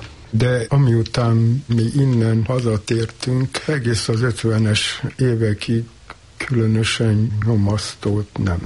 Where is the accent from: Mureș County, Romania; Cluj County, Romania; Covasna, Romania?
Cluj County, Romania; Cluj-Napoca; moved away; én ott töltöttem el az egész gyermekkoromat, szóval ott minden követ ismertem az utcába